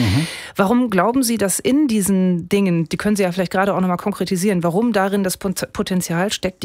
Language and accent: German; Rhineland, Germany; born there; Ich bin im Rheinland geboren und hier immer im Westen geblieben.